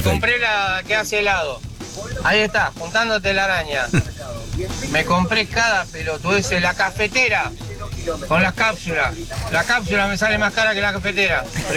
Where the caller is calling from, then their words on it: San Justo, Buenos Aires Province, Argentina; Te hablo de … de San Justo.